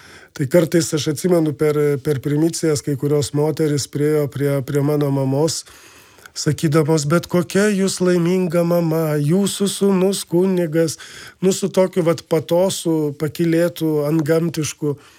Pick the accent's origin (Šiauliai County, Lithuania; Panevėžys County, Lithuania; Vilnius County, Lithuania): Vilnius County, Lithuania; Vilnius; aš pats esu Vilnietis, grynas Vilnietis, prie Halės turgaus užaugęs.